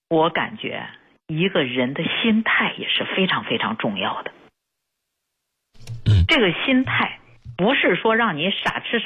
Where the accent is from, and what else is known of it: China